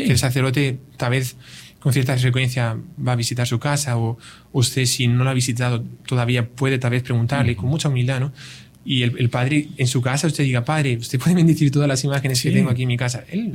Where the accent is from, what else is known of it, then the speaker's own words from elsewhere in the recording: Spain; also born or lived in Brazil; now in Salvador; en Brasil yo estuve mucho tiempo, aunque soy de España y estoy ahora en Salvador